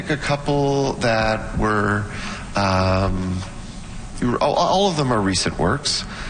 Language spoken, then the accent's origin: English; Halifax, Nova Scotia, Canada; now in London, Canada; I'm originally from Halifax, and I live and work in London, Ontario.